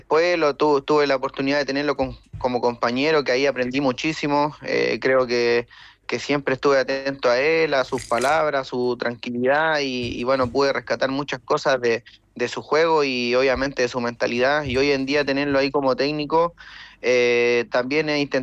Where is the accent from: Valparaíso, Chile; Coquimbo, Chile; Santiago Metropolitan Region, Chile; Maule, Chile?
Valparaíso, Chile; Quillota; sí, soy de Quillota.